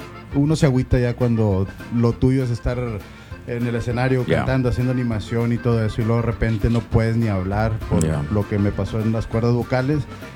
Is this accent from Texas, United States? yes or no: yes; Pharr, Texas, United States; Bueno, pues yo soy de Las Milpas, ahí crecí.